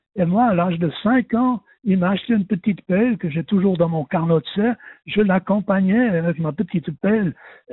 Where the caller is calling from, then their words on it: Evolène, Valais, Switzerland; j'habite à Evelyne maintenant.